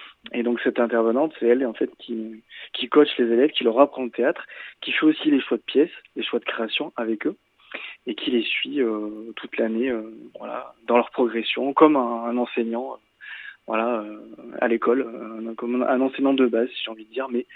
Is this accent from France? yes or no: yes; Solignac-sur-Loire, Auvergne-Rhône-Alpes, France; moi, je suis de là-bas, je suis de Soulignac-sur-Loire.